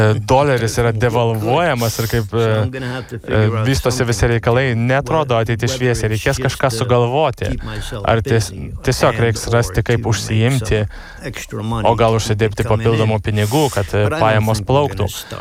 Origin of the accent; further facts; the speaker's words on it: Griškiabūdis, Marijampolė County, Lithuania; also born or lived in Klaipėda; aš gimiau Klaipėdoje ir 6 mėnesių pradėjau gyventi su močiute Griškiabūdyje, užaugau ūkyje ten